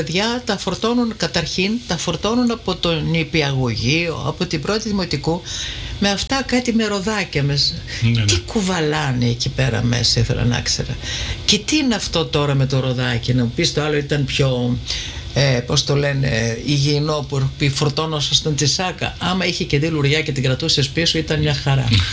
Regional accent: Larissa, Thessaly, Greece; moved away as an adult; also born or lived in Athens; στην πόλη μου, στη Λάρισα που γεννήθηκα και μεγάλωσα

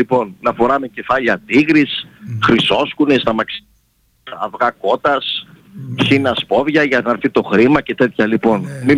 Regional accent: Greece; είμαι Έλληνας 15 γενιών

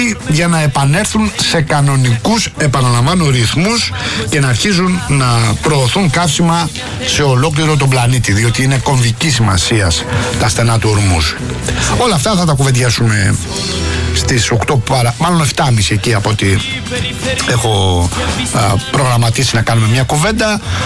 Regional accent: Attica, Greece; also born or lived in Rafina; Εκεί στη Πατοβασίλισσα εγώ μεγάλωσα, να ξέρεις.

